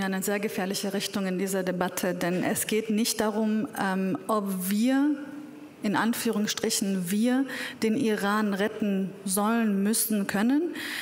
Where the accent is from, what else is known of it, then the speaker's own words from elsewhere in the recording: Kurdistan Region, Iraq; ich als Kurdin, die aus dem Nordirak kommt, ich weiß, wie es ist, aus einer Region zu kommen, die von geopolitischen Interessen abhängt.